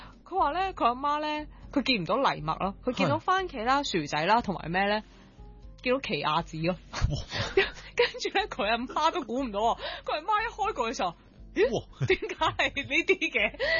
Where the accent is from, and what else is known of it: Hong Kong